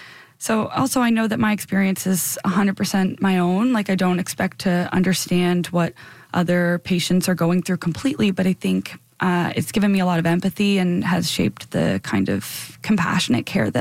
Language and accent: English; Saint John, New Brunswick, Canada; I grew up in St. John, New Brunswick. I'm very fortunate to be able to do my medical education here.